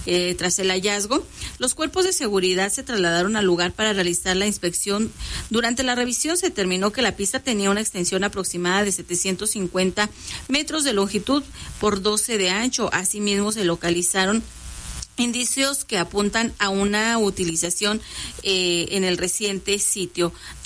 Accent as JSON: {"language": "Spanish", "country": "Mexico", "said": "Claro, de verdad que sí, somos mexicanos"}